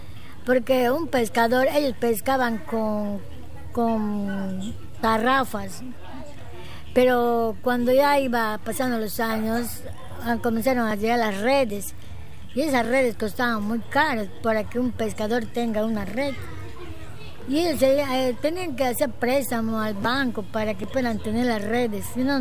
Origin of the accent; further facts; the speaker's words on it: Belén, Loreto, Peru; yo soy de Belén, pero mi casa era por el mercado de Belén.